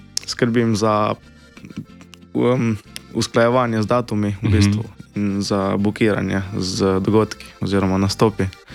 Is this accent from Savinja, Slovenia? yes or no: yes; Dobje pri Planini, Savinja, Slovenia; jaz pa prihajam iz Dobja pri Planini.